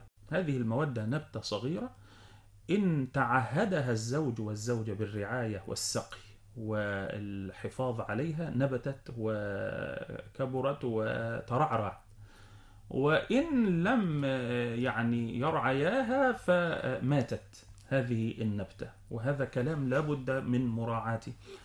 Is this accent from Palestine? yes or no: no; Egypt; باللغة العامية الطيبة بتاعتنا كمصريين